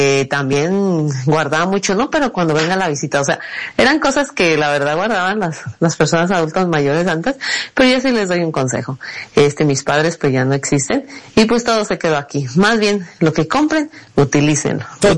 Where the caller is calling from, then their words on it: Michoacán, Mexico; Estoy hablando de ropa en Michoacán.